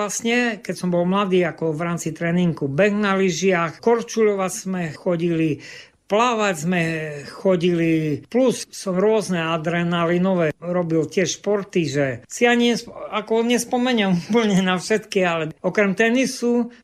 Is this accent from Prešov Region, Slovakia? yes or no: yes; Stropkov, Prešov Region, Slovakia; born there; ja som sa narodil vlastne v Stropkove. Rodičia Rusini, otec pracoval v Ostrave a keď postavili vežetku, sa vrátil, aby bol bližšie domov. Že mamka vlastne pochádza z Bodružalu.